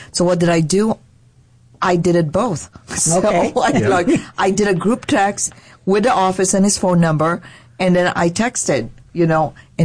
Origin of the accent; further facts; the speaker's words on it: Philippines; tell her I'm Filipino